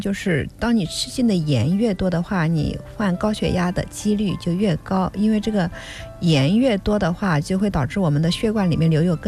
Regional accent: southern China, China; now in Shandong, China; 新山东人哈，不能叫不是山东人，已经做山东人很久好多年了。那我是南方人是吧，

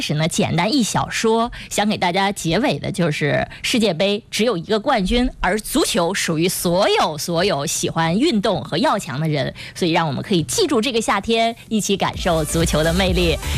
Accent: China; 是不是我们中国人从来没有真正喜欢过小车。

